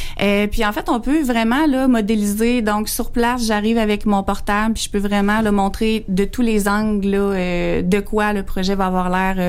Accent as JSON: {"language": "French", "town": "Saint-Pascal", "region": "Quebec", "country": "Canada", "tie": "born or raised there", "said": "revenir à ma ville natale, Saint-Pascal"}